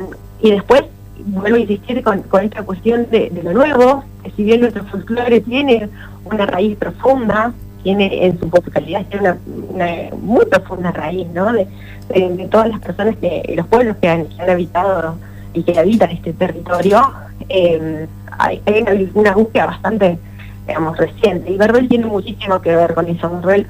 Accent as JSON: {"language": "Spanish", "region": "Neuquén", "country": "Argentina", "also_born_or_lived": "Salta", "said": "Yo nací en Salta, si bien soy neuquina, nací en Salta por el trabajo de mi papá, que era el petróleo."}